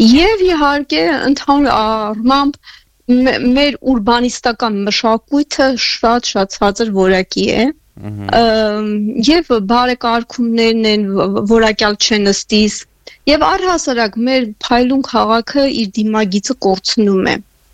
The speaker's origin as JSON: {"language": "Armenian", "region": "Yerevan", "country": "Armenia", "said": "ես հպարտ եմ, որ երևանցի եմ"}